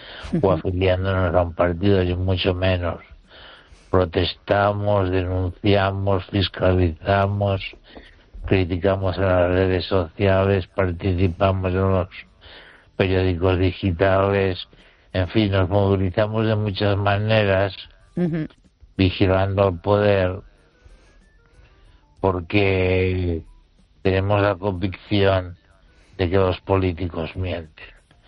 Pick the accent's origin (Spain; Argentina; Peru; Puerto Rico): Spain